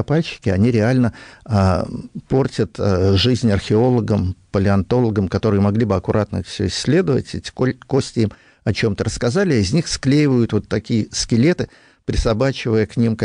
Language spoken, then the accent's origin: Russian; Southern Urals, Russia; мы же с Южного Урала оба